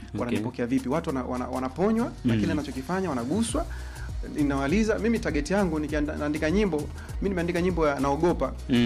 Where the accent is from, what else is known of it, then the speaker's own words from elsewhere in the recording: Tabora, Tanzania; Mimi ni Msukuma, mimi ni Mnyamwezi wa Tabora